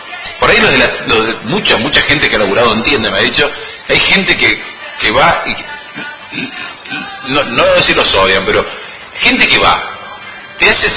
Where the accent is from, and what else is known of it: Malargüe, Mendoza, Argentina